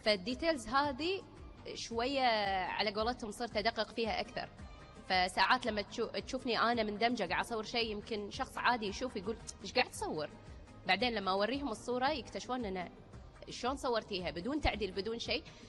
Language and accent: Arabic; Kuwait; عندنا بالكويت